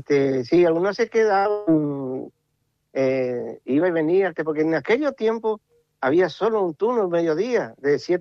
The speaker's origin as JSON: {"language": "Spanish", "town": "El Dorado", "region": "Misiones", "country": "Argentina", "tie": "born or raised there", "said": "en la misma casa donde yo nací, hice toda mi infancia hasta los 17 años, ponerle, ¿cierto? Hasta que hice toda mi primaria. Yo nací en un lugar, porque acá era todo por kilómetro. Yo nací en el kilómetro 14."}